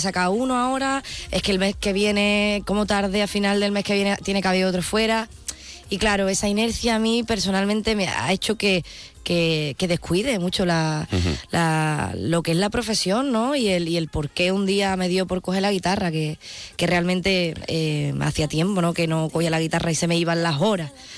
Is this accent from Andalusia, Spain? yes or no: yes; Punta Umbría, Andalusia, Spain; La gente no sabe que soy de Punta Umbría, de Huelva, hasta que me escucha hablar